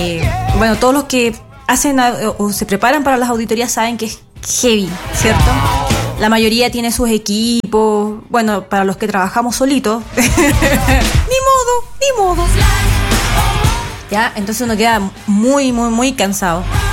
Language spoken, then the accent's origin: Spanish; Chile; Somos remotivados los chilenos.